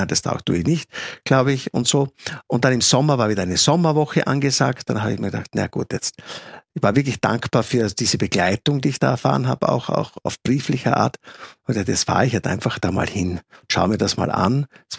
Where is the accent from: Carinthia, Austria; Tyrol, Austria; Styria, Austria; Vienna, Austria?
Styria, Austria; now in Salzburg, Austria; Ich bin ja gebürtig aus der Steiermark oder Südoststeiermark.